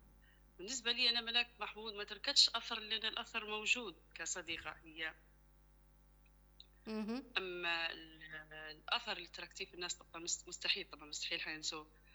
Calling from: Libya; محتاجين إحنا كشعب ليبي

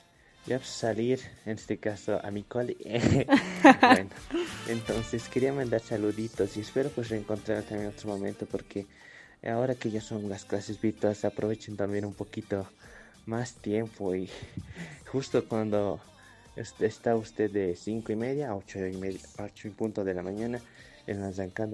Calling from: La Paz, Bolivia; de La Paz.

